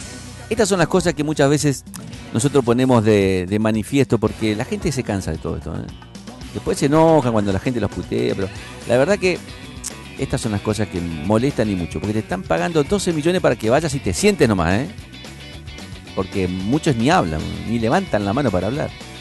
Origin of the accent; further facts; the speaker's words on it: Santa Fe, Argentina; nosotros como santafesinos